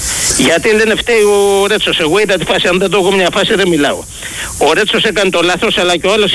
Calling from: Piraeus, Attica, Greece; από Πειραιά, με θυμάσαι.

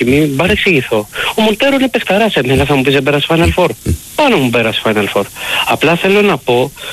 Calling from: Corinth, Peloponnese, Greece; από την Κόρινθο Παναθηναϊκός.

